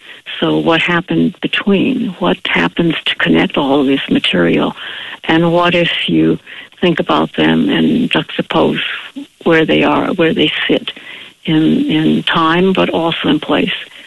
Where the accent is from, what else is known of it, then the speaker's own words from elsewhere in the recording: Los Angeles, California, United States; as I grew up in Los Angeles.